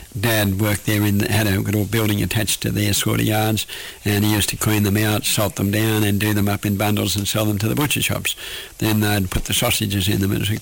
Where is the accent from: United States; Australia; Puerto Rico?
Australia; Bellingen, New South Wales; born there; I was born in Bellingen at a private hospital, Kalani, in William Street, Bellingen.